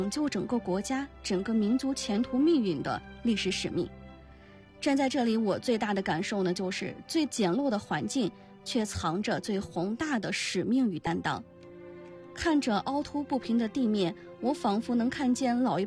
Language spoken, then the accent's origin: Chinese; Luochuan, Shaanxi, China; 我呢是一个土生土长的洛川姑娘，从小耳濡目染的就是洛川的红色故事，